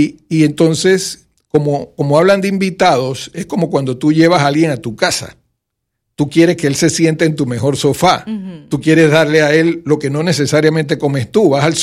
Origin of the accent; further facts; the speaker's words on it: Panama; qué somos los panameños